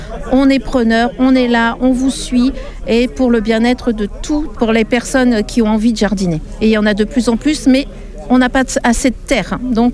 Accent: Hauts-de-France, France; Non, je suis originaire du Pas-de-Calais, mais j'ai mon jardin sur Valenton, qui est dans la région parisienne, dans le Val-de-Marne.

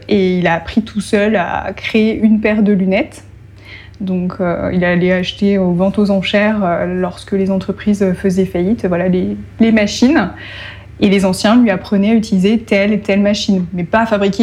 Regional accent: Verdun, Grand Est, France; now in Dordogne, France; Moi, je suis de Lorraine, je suis verdunoise

